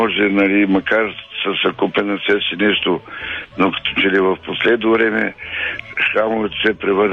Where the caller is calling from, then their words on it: Teteven, Lovech Province, Bulgaria; от Тетевен.